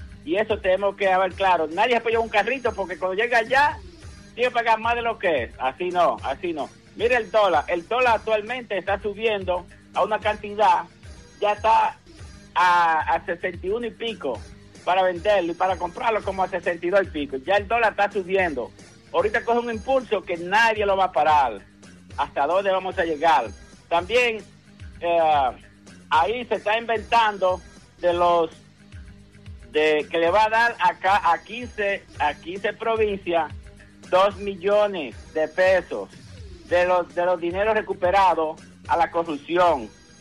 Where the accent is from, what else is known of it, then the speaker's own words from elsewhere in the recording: Dominican Republic; nosotros los dominicanos.